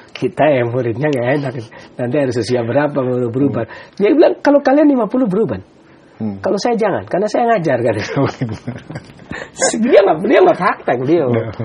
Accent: Pemalang, Central Java, Indonesia; born there; also born or lived in Cilacap; now in Bekasi, Indonesia; kayak misalkan saya lahir di Pemalang, maka tabiat saya adalah tabiat Pemalang. Setelah itu kemudian saya tinggal di agak lama 5 tahun lebih di Cilacap. Berarti mizat saya ya itu Cilacap. Saya punya mizat Cilacap. Ya, kemudian saya sekarang tinggal di Bekasi

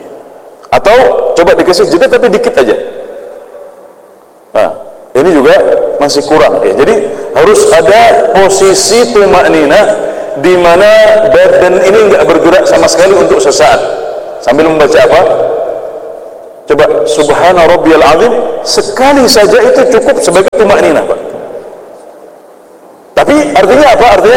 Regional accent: Klaten, Central Java, Indonesia; moved away; kalau saya karena di Jawa Tengah, kalau daerah saya di Klaten dulu

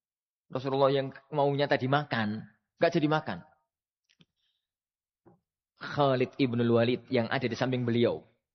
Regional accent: Java, Indonesia; kita orang Jawa dengan keberadaan kita bahwasanya kita adalah orang Muslim.

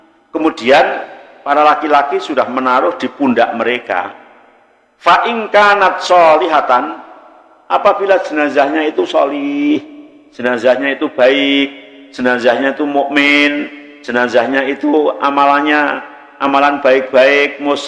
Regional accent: Semarang, Central Java, Indonesia; kok kayak enggak seperti di kampungku ya. Kalau di Semarang

